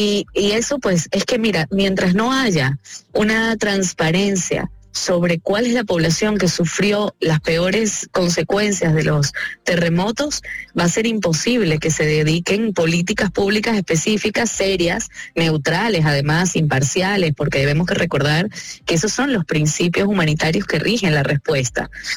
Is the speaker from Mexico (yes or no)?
no; Caracas, Capital District, Venezuela; moved away; a pesar de que soy caraqueña.